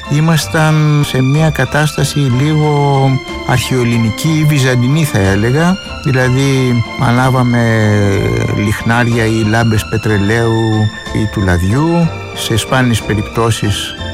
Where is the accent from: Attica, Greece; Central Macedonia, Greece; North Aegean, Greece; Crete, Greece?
Attica, Greece; Athens; born there; Στην Αθήνα.